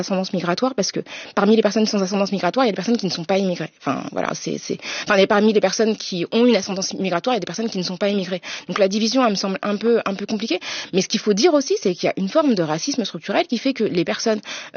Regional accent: France; Nous, on a ce confort moral quand même en tant que Français

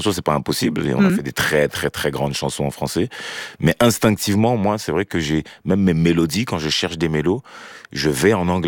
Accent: Marseille, Provence-Alpes-Côte d'Azur, France; born there; Moi, je suis né à Marseille.

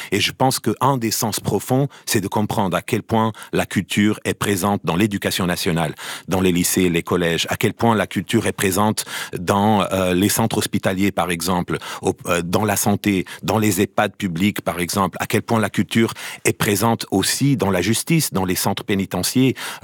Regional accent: Portugal; French is a second language; je suis portugais

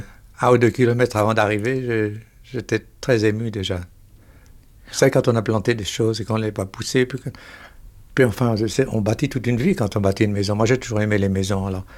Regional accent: France; je n'étais jamais sorti de France, je n'ai même pas été à Monte-Carlo ou en Belgique

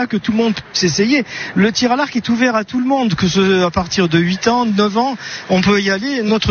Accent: Nice, Provence-Alpes-Côte d'Azur, France; born there; Niçois, oui, je suis né à Nice, je suis né dans ce même quartier

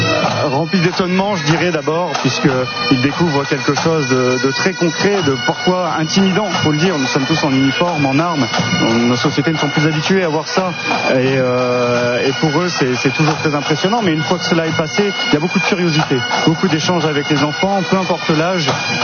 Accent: Hauts-de-France, France; j'ai grandi près de Compiègne, terre qui a été marquée par les combats, et j'ai littéralement grandi avec des tranchées presque au bout de chez moi.

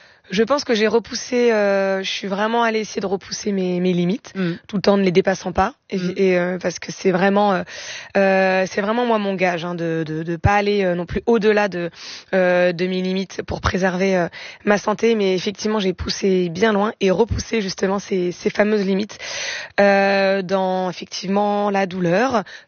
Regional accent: Normandy, France; je viens aussi de Normandie, d'un pays plat, et j'ai découvert la montagne à l'âge de 26 ans.

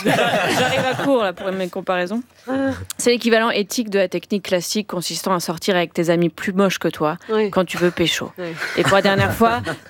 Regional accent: Belgium; Moi, je suis belge

